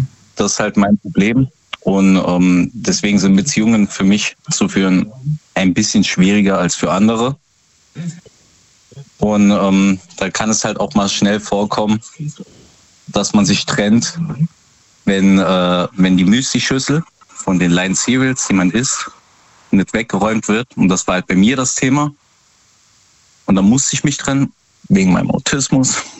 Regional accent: Kriesdorf, Rhineland-Palatinate, Germany; Ah, das ist in der Pfalz.

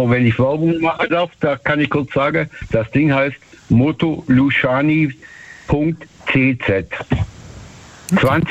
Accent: Germany

